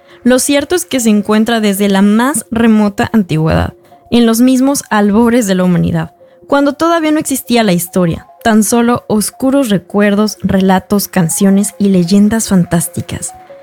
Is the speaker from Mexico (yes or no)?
yes; Mexico; para quien no me conoce, soy periodista de México